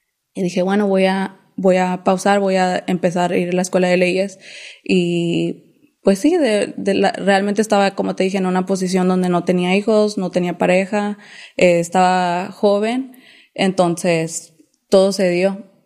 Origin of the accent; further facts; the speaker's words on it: Hidalgo, Texas, United States; Spanish is a second language; moved away; Yo soy del Valle de Río Grande, de Hidalgo, para ser específica. Mucha gente, en vez de decirles Hidalgo, donde realmente crecí, les digo McAllen porque es lo que todos... Es la ciudad más grande ahí, pero es frontera con Reynosa, Tamaulipas.